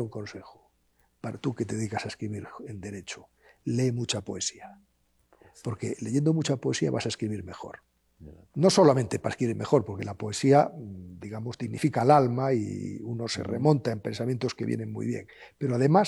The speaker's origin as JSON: {"language": "Spanish", "town": "A Coruña", "region": "Galicia", "country": "Spain", "said": "una biografía de Salvador de Madariaga, que es un coruñés de mi tierra, un gallego universal"}